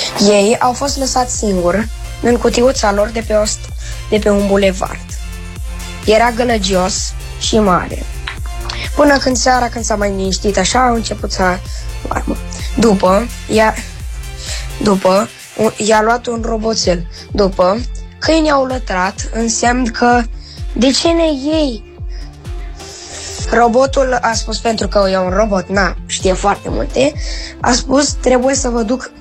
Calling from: Bucharest, Romania; din București și am 10 ani

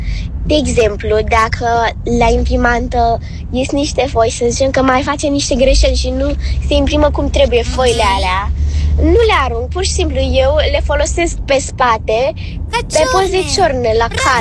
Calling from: Bucharest, Romania; Eu sunt … din București.

